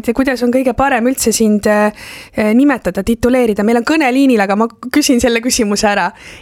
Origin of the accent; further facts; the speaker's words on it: Tartu, Tartu County, Estonia; ma olen küll Tartust pärit, Toomemäel olen ma palju käinud ülikooli ajal